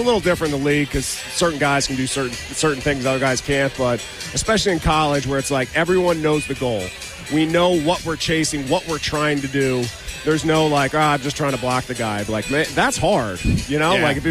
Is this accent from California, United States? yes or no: no; Maryland, United States; I'm from Maryland originally.